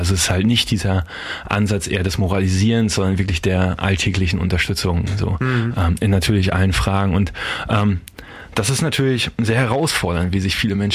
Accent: Mecklenburg-Vorpommern, Germany; moved away as an adult; Ich komme ursprünglich aus Vorpommern, aber wie so viele, 2003, 2004 war ja auch die höchste Abwanderungswelle hier in Vorpommern, bin ich dann auch weggegangen. 17 Jahre durch die Weltgeschichte und jetzt bin ich wieder hier in Vorpommern.

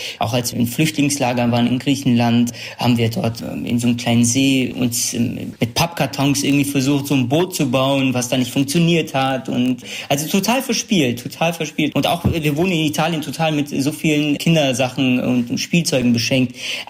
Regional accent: Sulaymaniyah, Sulaymaniyah Governorate, Iraq; also in meiner Heimatstadt Sulaimania, in der wir sind, wir wollen das Land nicht verlassen

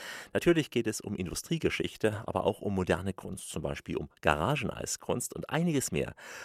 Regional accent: Chemnitz, Saxony, Germany; Also viele Geschichten warten auf uns in Chemnitz, meiner Heimatstadt.

